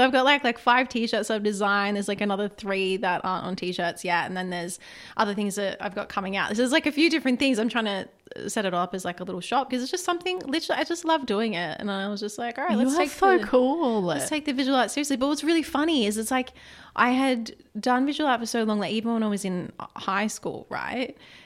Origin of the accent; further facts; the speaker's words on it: Australia; I'm Australian.